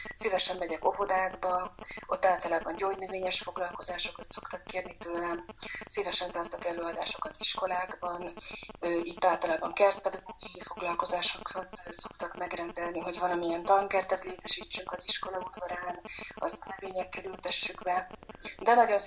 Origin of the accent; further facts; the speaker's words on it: Budapest, Hungary; Egy budapesti 4. emeleti lakásban nőttem fel